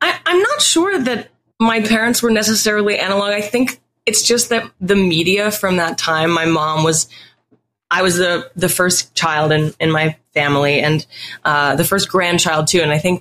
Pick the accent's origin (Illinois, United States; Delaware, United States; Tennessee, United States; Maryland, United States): Illinois, United States; Springfield; Yeah, I grew up in a city called Springfield, Illinois. It's the capital of Illinois, but it's a relatively feels like a small town. It's like 150,000 people. And I grew up